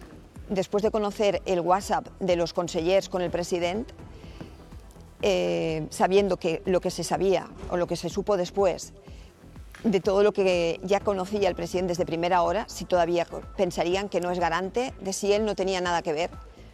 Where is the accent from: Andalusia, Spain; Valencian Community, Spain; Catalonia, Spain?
Valencian Community, Spain; si los valencianos no somos lo suficientemente españoles